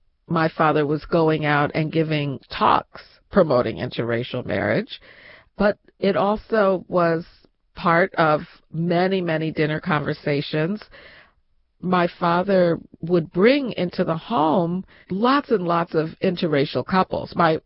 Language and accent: English; Chicago, Illinois, United States; I knew growing up in Chicago in the 1960s that my father had been conducting interviews of black-white couples throughout my entire childhood.